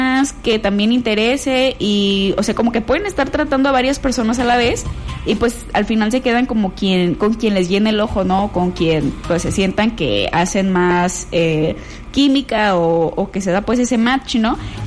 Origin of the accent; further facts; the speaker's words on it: Mexico; como los mexicanos somos súper así de pasión